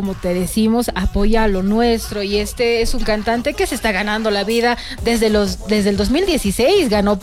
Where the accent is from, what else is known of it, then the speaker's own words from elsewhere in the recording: Bolivia; algunas costumbres que nosotros tenemos como bolivianos